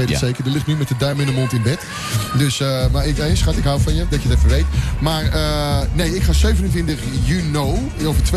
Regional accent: Amsterdam, North Holland, Netherlands; born there; now in Lelystad, Netherlands; Dit is wel mijn stad. Ik ben geboren in Amsterdam. Mijn hart en nieren liggen daar in principe. Maar ik ben heel blij dat ik in Lelystad woon.

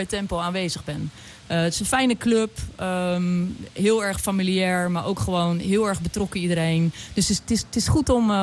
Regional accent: Dordrecht, South Holland, Netherlands; now in Alphen aan den Rijn, Netherlands; Ik kom zelf oorspronkelijk uit Dordrecht. Maar vanaf het moment dat ik naar Alphen ben verhuisd

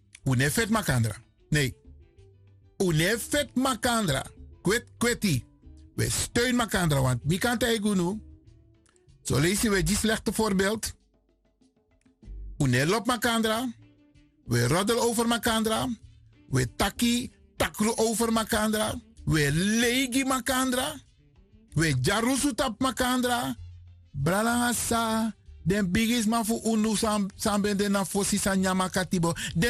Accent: Suriname; ja, ik ben geen Afrikaan, ik ben een Surinamer.

